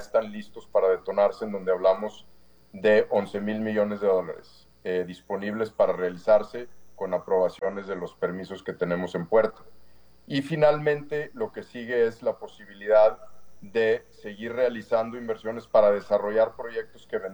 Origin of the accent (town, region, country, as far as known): Mexico